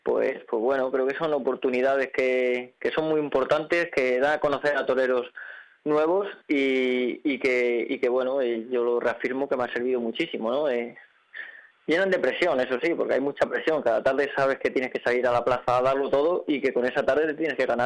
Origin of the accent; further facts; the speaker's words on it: Salamanca, Castile and León, Spain; en tu tierra, en Salamanca